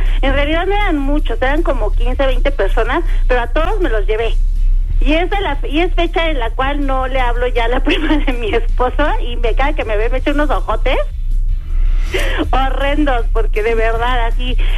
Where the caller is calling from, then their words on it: Atizapán de Zaragoza, State of Mexico, Mexico; te hablo desde Atizapán de Zaragoza.